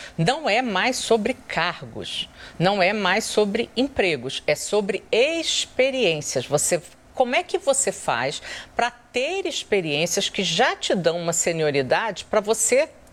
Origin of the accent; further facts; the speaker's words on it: Rio de Janeiro, Brazil; Eu sou do Rio